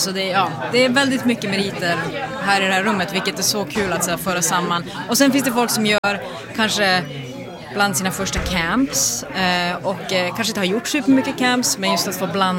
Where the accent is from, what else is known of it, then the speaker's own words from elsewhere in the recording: Pajala, Norrbotten County, Sweden; jag kommer från Pajala. Pajala har ju känts som att det är längst bort från allt